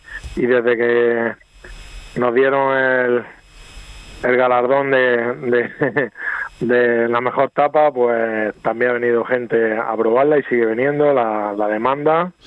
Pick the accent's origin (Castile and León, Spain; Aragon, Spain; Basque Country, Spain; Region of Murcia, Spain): Region of Murcia, Spain; Sí, el limón, como buenos murcianos, ya sabes, el limón es un ingrediente que a casi todo el mundo le gusta